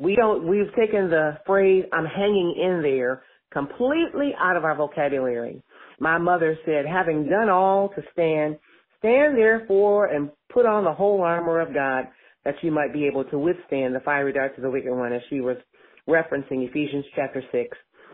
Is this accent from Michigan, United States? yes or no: yes; Michigan, United States; I'm from Michigan. My daddy was a great pastor.